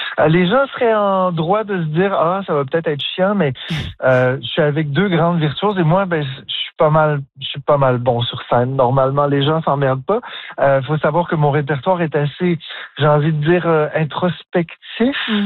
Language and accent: French; Ottawa, Ontario, Canada; Puis en plus, j'ai grandi à Ottawa, donc j'ai vu la communauté franco-ontarienne se battre à certaines époques pour garder leurs droits.